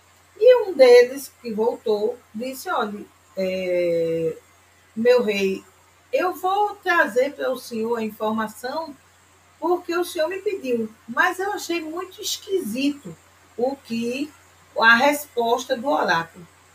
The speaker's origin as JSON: {"language": "Portuguese", "region": "Pernambuco", "country": "Brazil", "said": "Nós somos de Pernambuco."}